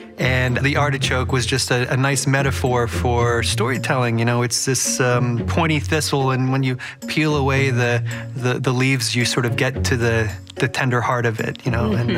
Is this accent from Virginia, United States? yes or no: yes; Reston, Virginia, United States; moved away as an adult; also born or lived in New York City; now in Beacon, United States; I'm originally from Reston, Virginia, but I moved to New York City when I was 18, and I just stuck around for 25 years and eventually moved to the town of Beacon in New York